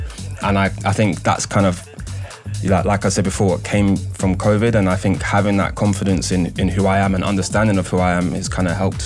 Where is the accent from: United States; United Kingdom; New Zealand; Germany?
United Kingdom; London; born or raised there